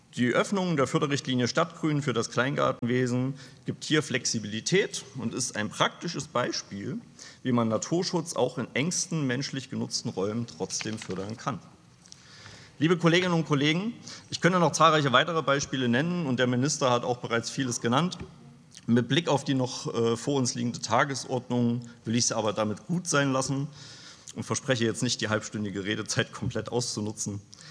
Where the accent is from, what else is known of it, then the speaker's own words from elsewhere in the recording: Leipzig, Saxony, Germany; als Leipziger